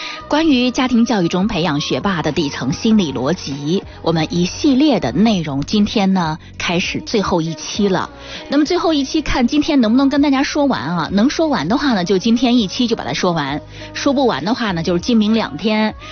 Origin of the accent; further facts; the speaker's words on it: China; 对于我们中国人来说呢